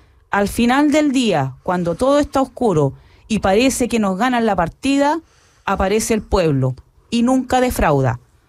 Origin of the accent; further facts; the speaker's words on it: Chile; O sea, en este momento, como desde mi sentir, si se quiere, como chilena y latinoamericana, yo creo que Perú está dando un tremendo, tremendo ejemplo.